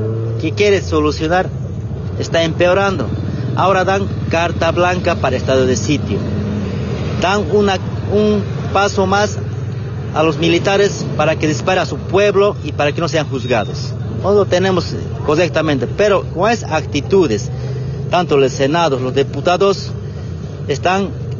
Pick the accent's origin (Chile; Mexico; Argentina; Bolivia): Bolivia